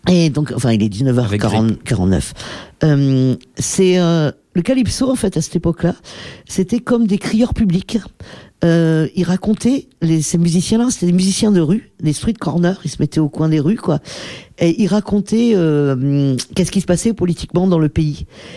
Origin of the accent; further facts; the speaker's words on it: France; je viens de la France